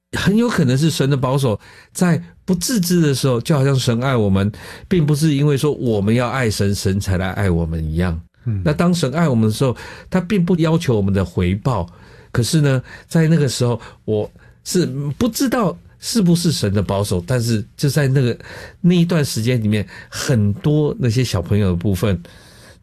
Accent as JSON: {"language": "Chinese", "country": "Taiwan", "tie": "born or raised there", "said": "尤其像生长在眷村里面"}